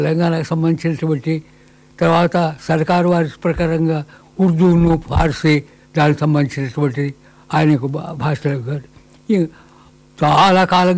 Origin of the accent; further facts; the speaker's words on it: Madikonda, Telangana, India; నా బాల్యం వరంగల్ పట్టణంలో పడిపోలేదు, కొద్ది ఆలస్యంగా. కానీ దగ్గర ఉన్నటువంటి మడికొండలో పట్ట నాకు పరిసరాల అవగాహన కలిగినప్పటి నుంచి మడికొండలో ఉన్నాను